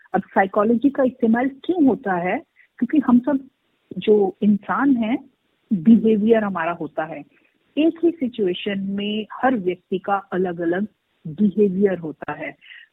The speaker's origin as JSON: {"language": "Hindi", "region": "Delhi", "country": "India", "said": "और मैं दिल्ली से हूँ।"}